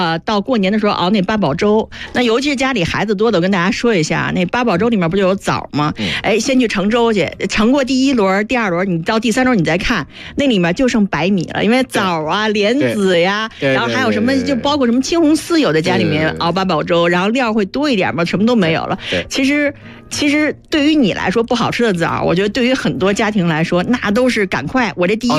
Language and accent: Chinese; Beijing, China; born there